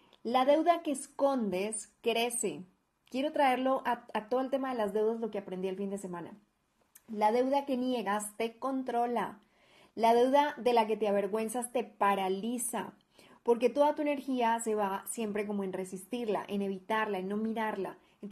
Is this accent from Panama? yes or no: no; Colombia; now in Guadalajara, Mexico; colombiana, viviendo en Guadalajara, México.